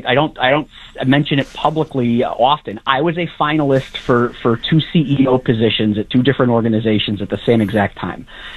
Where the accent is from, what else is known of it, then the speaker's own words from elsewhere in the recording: New Britain, Connecticut, United States; I grew up in New Britain, Connecticut. My grandfather, you know, from Polish descent, grew up in poverty, grew up right next to Sacred Heart Church on Broad Street.